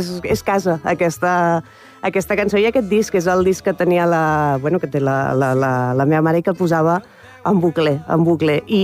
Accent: Mataró, Catalonia, Spain; Jo soc de Rocafonda, també, com en Lamine Yamal.

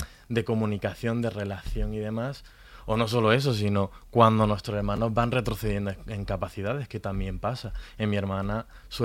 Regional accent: Granada, Andalusia, Spain; Yo soy de Granada, ¿no?

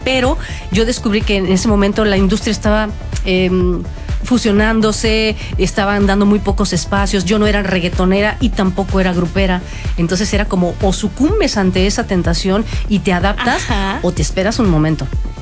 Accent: Pachuca, Hidalgo, Mexico; En Tulancingo, yo soy de Pachuca, soy hidalguense.

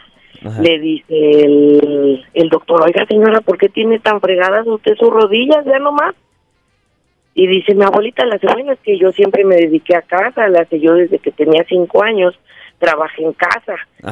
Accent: Mexico; Como mexicanos sabemos perfectamente que tener una abuelita, una mamá sentada en mesa es la mejor recompensa

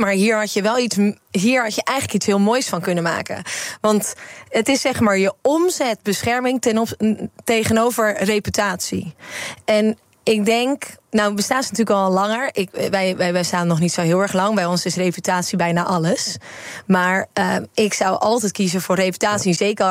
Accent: Netherlands; wij als Nederlanders

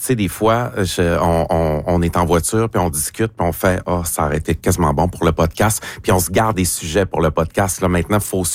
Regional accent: Saint-Méthode, Quebec, Canada; accent: Saguenay–Lac-Saint-Jean (bleuets); moved away; je venais de Saint-Méthode au Lac-Saint-Jean, c'est 10 minutes

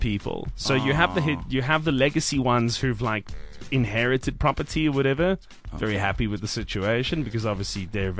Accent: Cape Town, Western Cape, South Africa; moved away; this is where I'm from. You know, this is where I grew up.

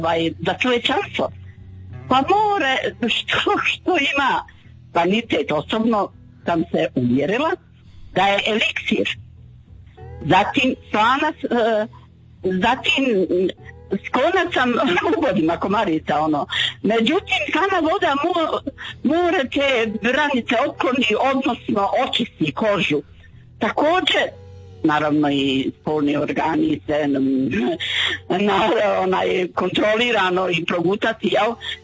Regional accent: Sarajevo, Bosnia & Herzegovina; now in Kaštel, Croatia; A ima u 92. kad smo došli iz Sarajeva, u Kaštel, ima jedna u Dalmaciji izreka koju sam čula

